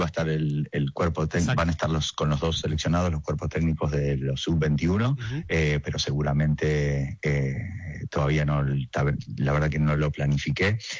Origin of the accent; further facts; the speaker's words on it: Argentina; nosotros la verdad que estamos acostumbrados como argentinos en todo a arreglarlo con lo que hay, ¿viste?